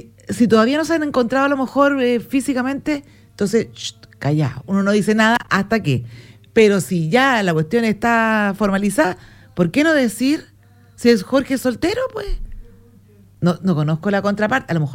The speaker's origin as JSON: {"language": "Spanish", "town": "Iquique", "region": "Tarapacá", "country": "Chile", "said": "Yo soy súper iquiqueña, apoyo Deporte Iquique"}